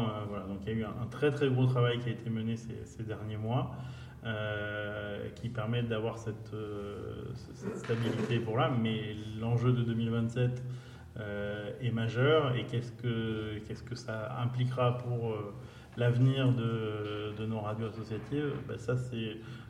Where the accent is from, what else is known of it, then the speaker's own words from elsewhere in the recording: Occitanie, France; mais comme chez moi, en Lozère